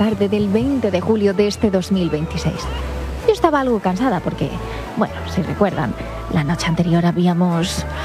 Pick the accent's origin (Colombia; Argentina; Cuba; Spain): Spain; como española vivía esa victoria con una honda satisfacción del deber cumplido.